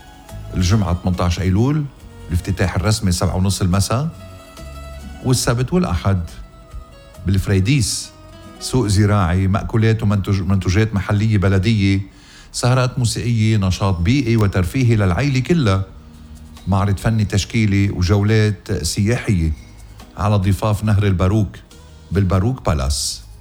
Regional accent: Lebanon; من ضيع وطننا لبنان

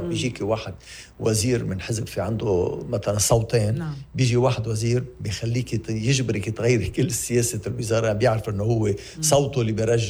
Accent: Lebanon; نحن نضبع بعضنا كلبنانيين

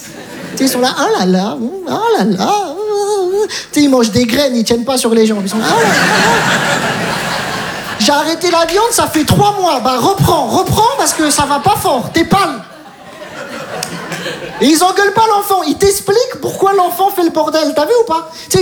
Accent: Metz, Grand Est, France; C'est un rêve pour moi de faire de la scène. Je viens de Metz, j'ai tout abandonné.

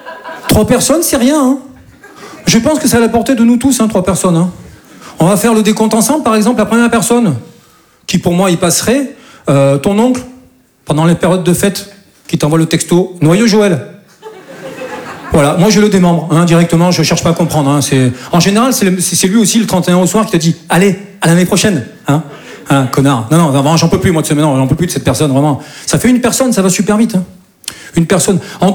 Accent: Southern France, France; Je dis ça parce que moi, je viens du sud de la France. Et chez nous, c'est un peu plus tranquille, quoi.

